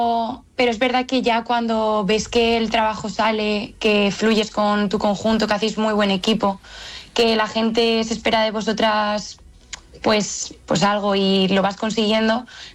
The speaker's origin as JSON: {"language": "Spanish", "country": "Spain", "said": "y aparte somos las primeras españolas de la delegaci"}